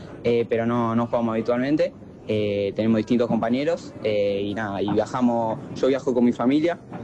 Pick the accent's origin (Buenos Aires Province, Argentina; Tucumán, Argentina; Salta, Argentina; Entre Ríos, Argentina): Buenos Aires Province, Argentina; La Plata; Yo de La Plata.